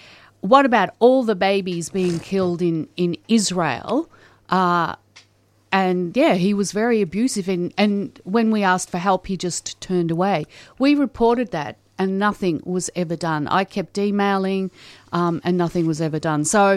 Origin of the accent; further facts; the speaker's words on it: Australia; born there; Well, it's actually not my home country. I was born in Australia.